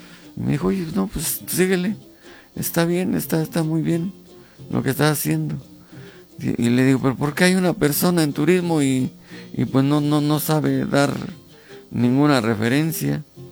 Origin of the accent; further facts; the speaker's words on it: Zimapán, Hidalgo, Mexico; moved away; also born or lived in Tizayuca; yo soy de aquí, de Zimapán. Y efectivamente ya se me olvidó regresar a Tizayuca y ya me quedé